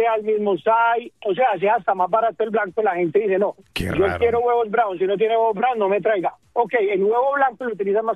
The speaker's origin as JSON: {"language": "Spanish", "country": "Colombia", "moved": "yes", "lives_now": "United States", "said": "uno como colombiano"}